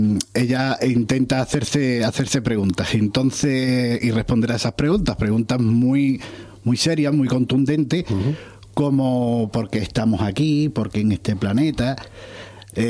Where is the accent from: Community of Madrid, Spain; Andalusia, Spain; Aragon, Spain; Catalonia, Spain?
Andalusia, Spain; Cádiz; Tiene toque de humor, porque yo soy un escritor gaditano y entonces no lo puedo remediar.